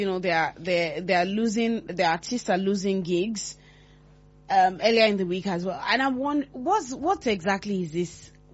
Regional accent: Nigeria; you cannot not have sense as a Nigerian.

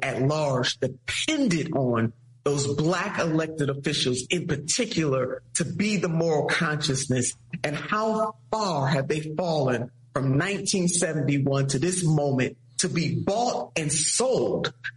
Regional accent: Ohio, United States; in the state of Ohio, she has received more Israel First money than any other elected member in my home state combined.

